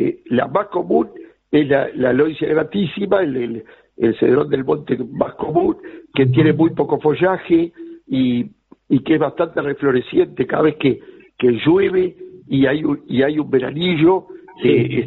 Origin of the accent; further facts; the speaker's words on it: Tranqueras, Rivera, Uruguay; now in Tacuarembó, Uruguay; en mi pueblo natal, Tranqueras